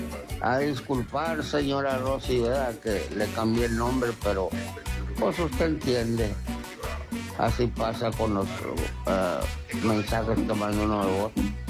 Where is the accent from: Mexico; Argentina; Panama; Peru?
Mexico; No, yo soy mexicano hasta las canchas, ya sabes, y yo la selección mexicana.